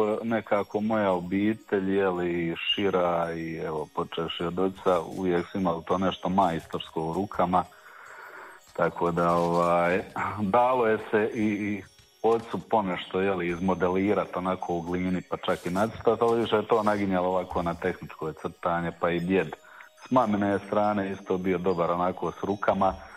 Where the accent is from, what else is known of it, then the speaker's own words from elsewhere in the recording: Mostar, Federation of Bosnia and Herzegovina, Bosnia & Herzegovina; born there; now in Široki Brijeg, Bosnia and Herzegovina; rođen sam tu u Mostaru, živim u Širokom Brijegu.